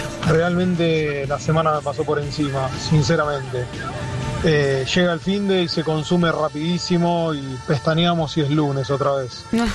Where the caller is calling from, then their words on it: San Vicente, Argentina; de San Vicente.